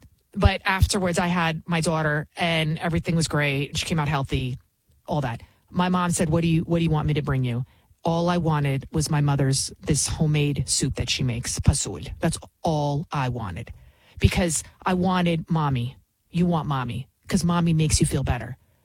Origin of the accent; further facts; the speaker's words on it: New York City, New York, United States; now in about 25 miles outside New York City, United States; You can tell I'm from the Bronx, right?